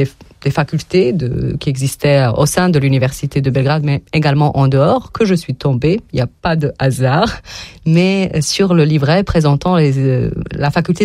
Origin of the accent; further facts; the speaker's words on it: Tuzla, Tuzla Canton, Bosnia & Herzegovina; born there; French is a second language; parce que je suis née en Bosnie, c'était encore l'ex-Yougoslavie.